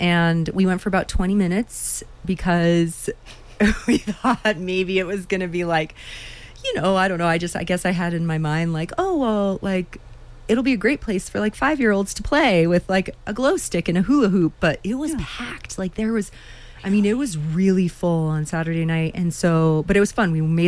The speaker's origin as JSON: {"language": "English", "town": "Trinidad", "region": "Colorado", "country": "United States", "tie": "born or raised there", "moved": "yes", "said": "my hometown, right on the, you know, New Mexico-Colorado border there, Trinidad"}